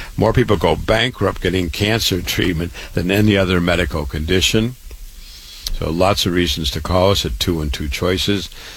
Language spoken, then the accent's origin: English; Waterloo, Iowa, United States; born or raised there